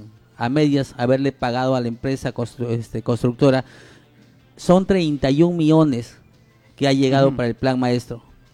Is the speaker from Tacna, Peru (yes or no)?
no; Monsefú, Lambayeque, Peru